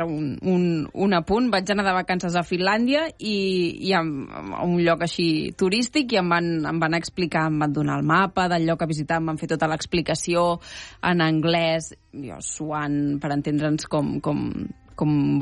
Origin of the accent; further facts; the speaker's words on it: Vic, Catalonia, Spain; Dic, si sóc de Vic. Per tant, amb el català, que, escolta, a mi em va solucionar el dia.